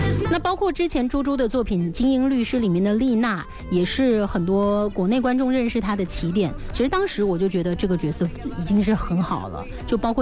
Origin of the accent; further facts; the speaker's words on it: Fujian, China; 作为闽南人是非常有感受和感触的